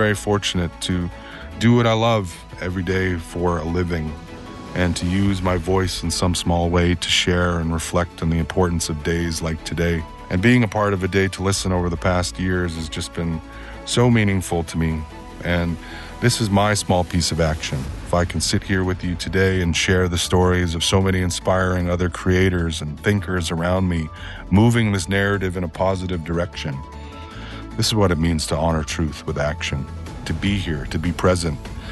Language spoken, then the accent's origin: English; Manitoba, Canada; I come from the Peguis First Nation. I grew up in a home without running water. We didn't have it all figured out.